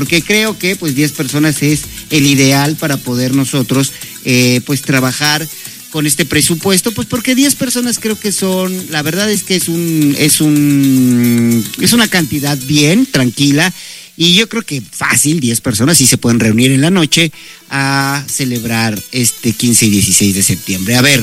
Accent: Mexico; imagínense qué bonito de verdad es estar celebrando que somos mexicanos, que somos personas trabajadoras

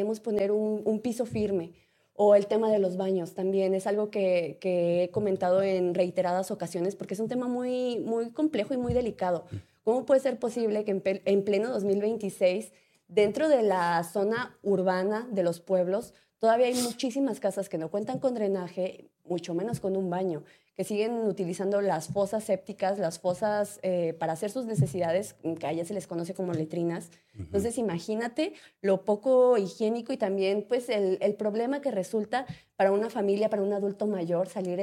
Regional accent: San Juanito, Chihuahua, Mexico; Básicamente toda mi vida la he pasado ahí en mi hermoso pueblo de San Juanito.

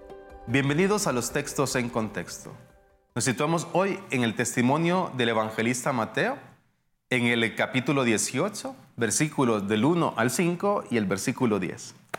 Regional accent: Tegucigalpa, Francisco Morazán, Honduras; En mi país, aquí en Honduras

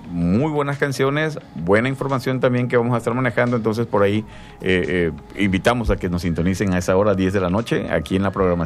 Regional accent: Comalcalco, Tabasco, Mexico; soy oriundo de Comalcalco

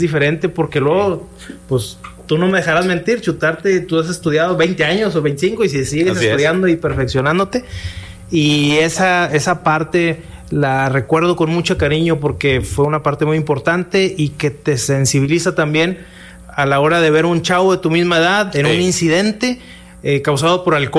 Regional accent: Monterrey, Nuevo León, Mexico; soy un regiomontano de cuarta, quinta generación, toda la vida. Mis papás, mis abuelos, de aquí de Monterrey. Luego tengo una parte de la familia que vivió en Montemorelos un tiempo.

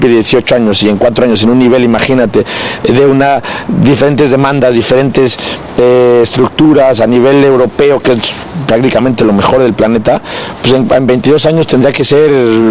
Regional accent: Mexico; Pero como mexicano siempre da ilusión representar a mi país en un mundial

